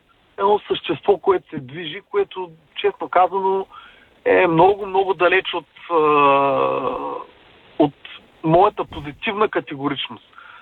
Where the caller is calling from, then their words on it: Varna, Varna Province, Bulgaria; от Варна.